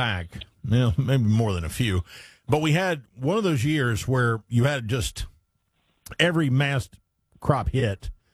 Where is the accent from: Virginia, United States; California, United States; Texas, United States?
Virginia, United States; when I was growing up in Virginia